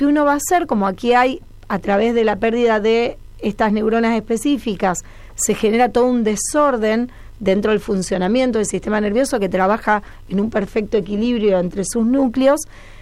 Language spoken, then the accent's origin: Spanish; Rosario, Santa Fe, Argentina; yo soy rosarina